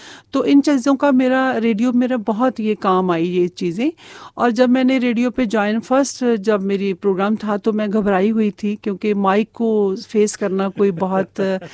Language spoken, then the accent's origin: Hindi; Jalandhar, Punjab, India; जी, जालंधर हमारा native place है